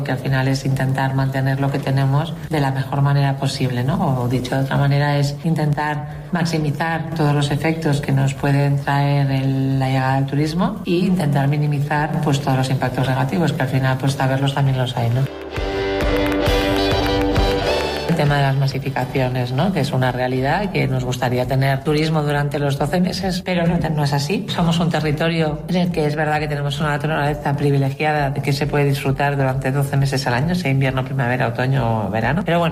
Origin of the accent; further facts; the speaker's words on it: Catalonia, Spain; Soy aranesa.